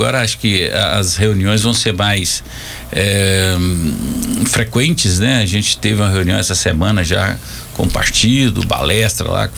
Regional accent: Anápolis, Goiás, Brazil; Quando a gente sai do estado, a gente é goiano também.

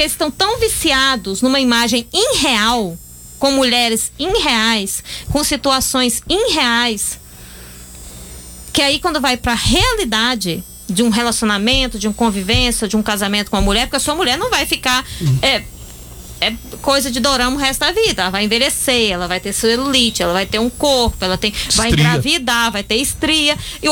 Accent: São Luís, Maranhão, Brazil; born there; also born or lived in Fortaleza / Goiânia; Então eu sou nasci em São Luís, morei em Fortaleza, de Fortaleza.

